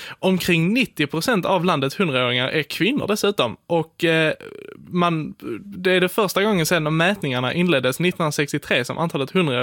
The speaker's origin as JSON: {"language": "Swedish", "town": "Trelleborg", "region": "Skåne", "country": "Sweden", "said": "jag var den enda Trelleborgaren"}